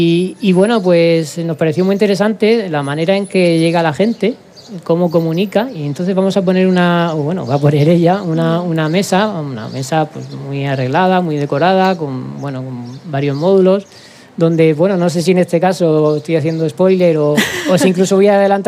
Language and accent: Spanish; Region of Murcia, Spain; nosotros como murcianos, y es nuestra raíz y lo tenemos tan intrínseco